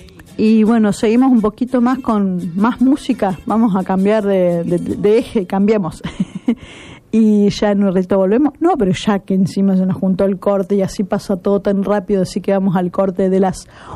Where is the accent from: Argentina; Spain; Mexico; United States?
Argentina; como sociedad y como argentinos todos queremos lo mismo.